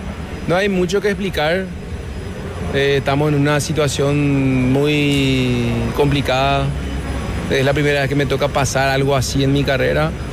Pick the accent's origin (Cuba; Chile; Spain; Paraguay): Paraguay